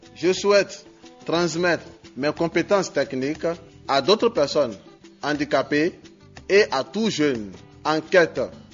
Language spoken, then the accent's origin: French; Nikki, Borgou, Benin; je viens de Niki.